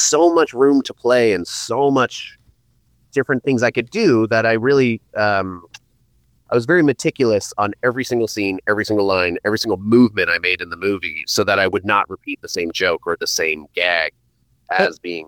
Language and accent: English; Eugene, Oregon, United States; now in Portland, United States; And growing up in Eugene, Oregon